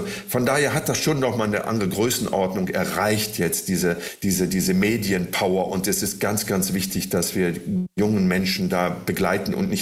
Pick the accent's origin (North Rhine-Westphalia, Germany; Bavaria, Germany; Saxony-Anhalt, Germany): North Rhine-Westphalia, Germany; Bonn; moved away as an adult; Ich bin in Bonn geboren und habe bis zum 18., 19. Lebensjahr in Bonn gelebt, bin dann auf die Schauspielschule nach Düsseldorf gegangen